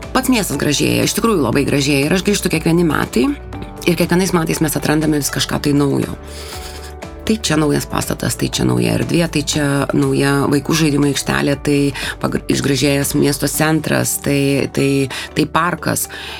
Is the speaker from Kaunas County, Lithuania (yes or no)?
no; Panevėžys, Panevėžys County, Lithuania; moved away as an adult; now in United States; Gimiau Panevėžyje, Panevėžio ligoninėje, atsivežė mama tada mane į Liepolėje, ir paskui pirmą klasę jau pradėjau Žemaičių kvartale lankyti. 10 vidurinėje mokykloje.